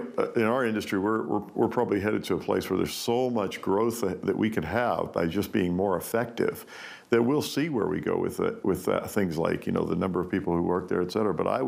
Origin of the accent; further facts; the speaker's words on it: Kentucky, United States; even though I'm from Kentucky